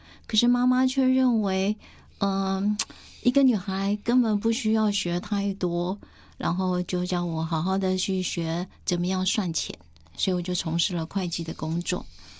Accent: Taiwan; 我爸爸是军人，他是从大陆跟老蒋来台湾的。那在我的家庭里头，就是，我妈妈是很传统的一个台湾人，所以那我们住在小时候住在眷村里头

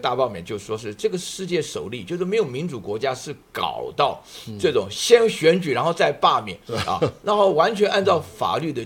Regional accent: Taiwan; 我是成长在这个环境下的嘛

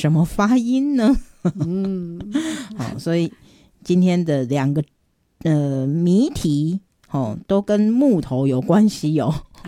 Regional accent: Kaohsiung, Taiwan; 我们的家乡歌雄，有一个鸟松

